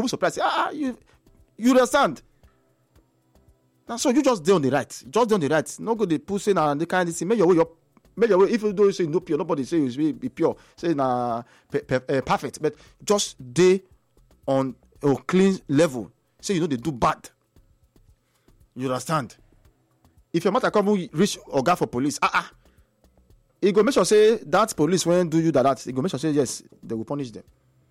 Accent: Nigeria

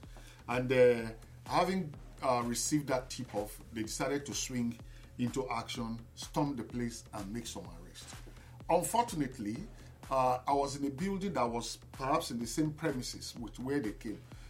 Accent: Nigeria; I'm a Nigerian.

